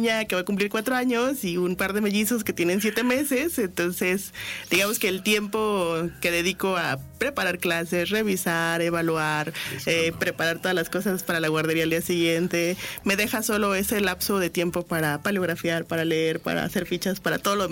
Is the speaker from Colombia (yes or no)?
no; Oaxaca, Mexico; moved away as an adult; also born or lived in Tehuacán, Puebla; now in Aguascalientes, Mexico; Soy oaxaqueña, residida en Aguascalientes hace más de 22 años